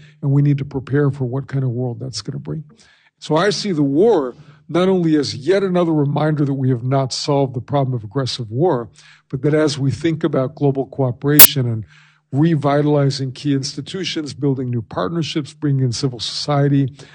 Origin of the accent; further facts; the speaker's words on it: California, United States; So in my home state of California in the early 1970s, it was not a happy thing to be driving around